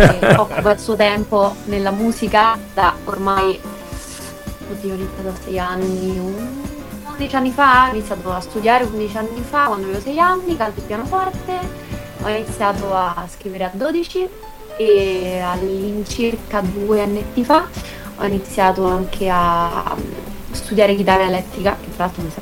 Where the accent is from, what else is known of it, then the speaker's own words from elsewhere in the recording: Formia, Lazio, Italy; Io sono di Formia, quindi a metà tra Roma e Napoli.